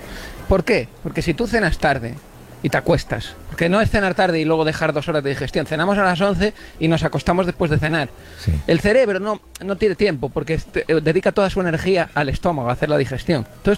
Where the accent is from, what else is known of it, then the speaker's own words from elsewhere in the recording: A Coruña, Galicia, Spain; Ah, yo soy de Coruña.